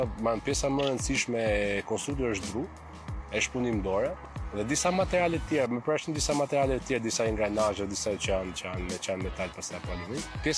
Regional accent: Shkodër, Shkodër County, Albania; Çdo gjë ka filluar që në qytetin tim të origjinës, më qenë që jam Shkodran, dhe më saktë për atë doja që ta nisja nga qyteti i Shkodrës

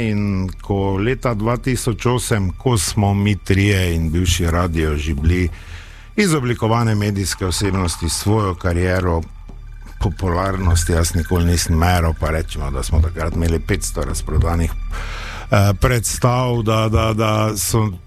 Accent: Maribor, Drava, Slovenia; Stanoval sem v Turnerjevi, to je tam koroška gosposvetska, kot vsak pravi Mariborčan, Štajerc.

